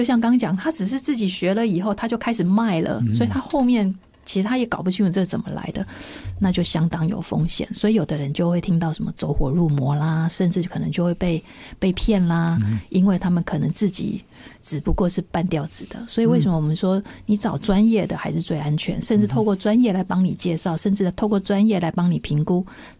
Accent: Taiwan; 我们台湾人有一种想法，

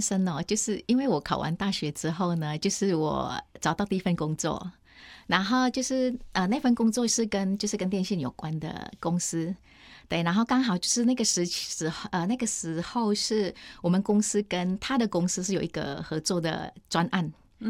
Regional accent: Indonesia; Chinese is a second language; 因为那时候就是我在印尼期间，虽然我是华人，但是其实我没有学过中文

